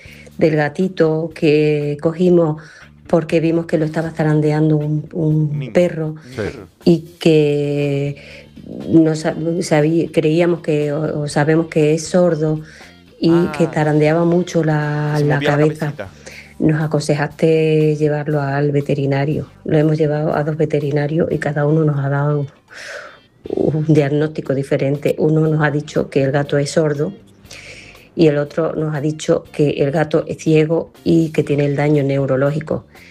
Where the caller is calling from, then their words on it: Fuerteventura, Canary Islands, Spain; de Fuerteventura.